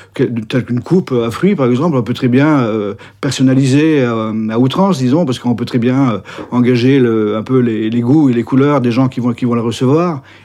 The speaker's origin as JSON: {"language": "French", "region": "Brittany", "country": "France", "tie": "born there", "said": "je suis breton du Léon"}